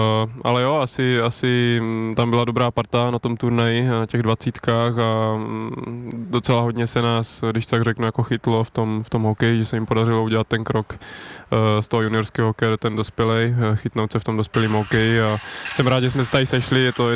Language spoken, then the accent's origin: Czech; Uničov, Olomouc Region, Czechia; also born or lived in Zlín; já jsem se narodil ve Zlíně, ale rodiče jsou z Uničova, já jsem se tam jenom narodil a hned potom jsem vlastně přejel do Uničova, ale vlastně v Uničově jsem vyrůstal, hrál jsem tam za HC Uničov